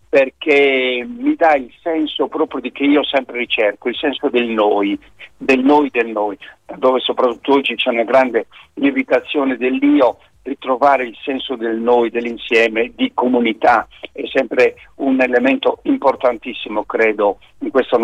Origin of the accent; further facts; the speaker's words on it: Bonorva, Sardinia, Italy; sono nato a Bonorva e la mia casa era a 50 metri dal convento dei frati francescani